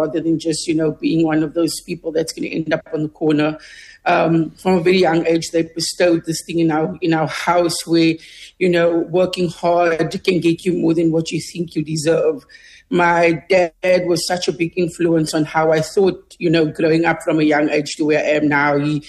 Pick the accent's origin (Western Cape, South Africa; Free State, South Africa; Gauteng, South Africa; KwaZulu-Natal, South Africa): Western Cape, South Africa; Mitchells Plain; But I would say growing up in Mitchells Plain really shaped me in a lot of ways.